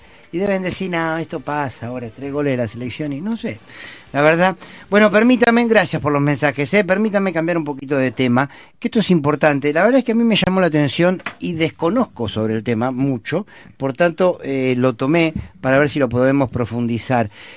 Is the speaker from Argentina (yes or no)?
yes; Buenos Aires, Argentina; pecado porteño, diría, y me hago cargo, pecado porteño de desconocer esto